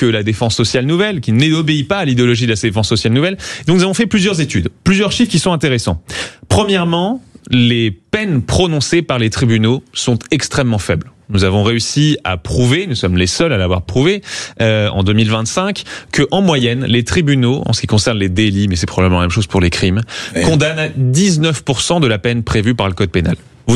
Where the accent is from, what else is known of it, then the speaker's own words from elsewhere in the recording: Canada; Moi, j'ai grandi au Canada, par exemple. Le Canada est un pays très sûr.